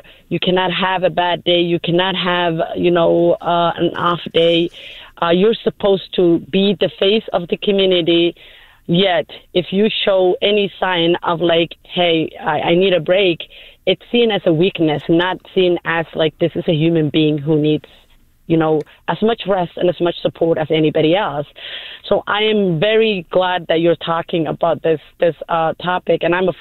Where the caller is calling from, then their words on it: Minneapolis, Minnesota, United States; I'm calling from Minneapolis.